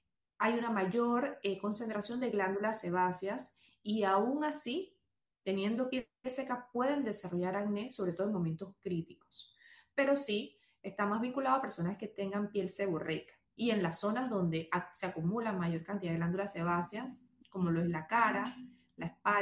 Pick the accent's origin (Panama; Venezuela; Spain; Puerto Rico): Panama; no somos coreanos, somos panameños y somos latinos